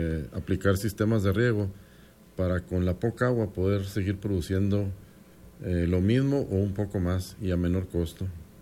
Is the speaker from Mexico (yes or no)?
yes; Estación Consuelo, Chihuahua, Mexico; yo soy originario de Estación Consuelo. Sí.